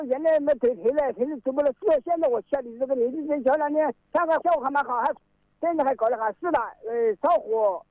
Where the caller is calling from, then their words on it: Qianjiang, Hubei, China; 我们是湖北潜江剿庙剿庙一杨氏乡剿庙一组。